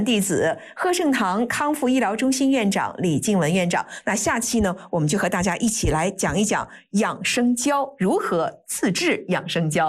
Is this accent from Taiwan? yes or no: no; China; 这也是我们中国人的这个汤养智慧。